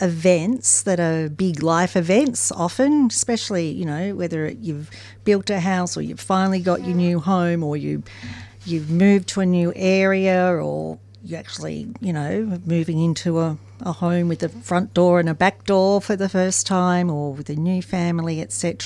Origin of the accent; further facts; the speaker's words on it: Newcastle, New South Wales, Australia; also born or lived in Sydney; Yeah. In Newcastle, New South Wales. I was born in Sydney and always knew that I was adopted from when I can remember.